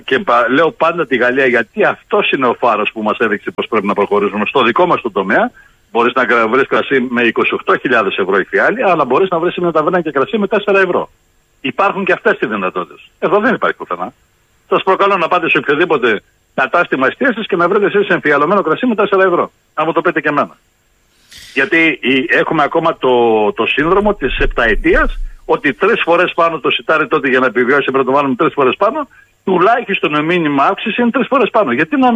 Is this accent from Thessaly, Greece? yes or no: yes; Thessaly, Greece; Εγώ ζω σε μια περιφέρεια, η οποία είναι στερά Ελλάδα, αλλά το χωριό μου γεωγραφικά είναι μέσα στη Θεσσαλία.